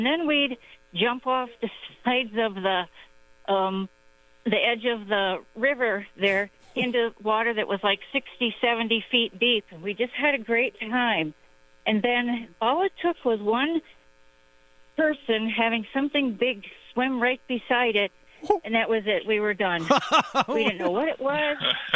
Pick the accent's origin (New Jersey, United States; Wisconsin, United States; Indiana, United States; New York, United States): Wisconsin, United States; Prairie du Chien; I grew up in Prairie du Chien